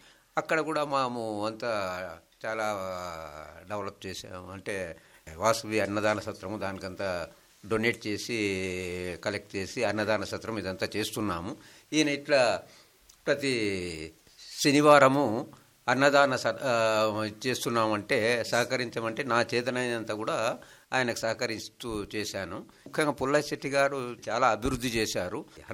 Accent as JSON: {"language": "Telugu", "region": "Andhra Pradesh", "country": "India", "tie": "born or raised there", "also_born_or_lived": "Anantapur", "moved": "yes", "said": "Native place మా స్వగ్రామం వచ్చేసి నాయనపల్లి గ్రామము."}